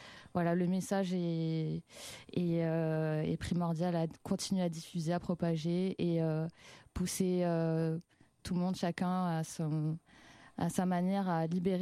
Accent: Marseille, Provence-Alpes-Côte d'Azur, France; je viens de Marseille. Je viens de la ville du Sud et du Soleil

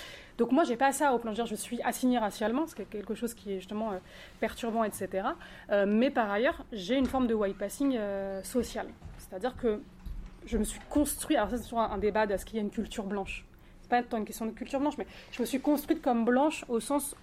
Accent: Brittany, France

